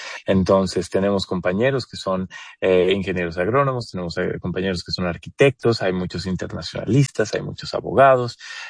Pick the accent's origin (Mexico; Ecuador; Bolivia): Mexico; moved away